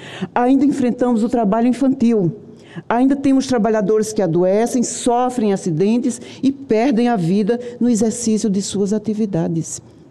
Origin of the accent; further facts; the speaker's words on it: Paraíba, Brazil; aí eu vou homenagear a minha terra, Paraíba